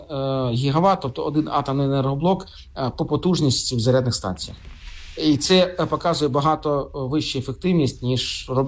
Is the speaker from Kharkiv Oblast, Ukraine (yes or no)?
yes; Kharkiv, Kharkiv Oblast, Ukraine; мій рідний Харків